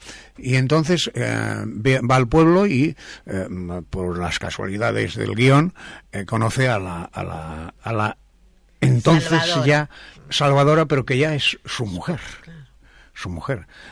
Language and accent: Spanish; Spain; conocen España mejor que nosotros siendo españoles